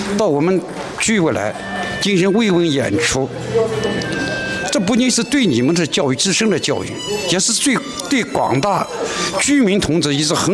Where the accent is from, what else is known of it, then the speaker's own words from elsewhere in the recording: China; 作为中国人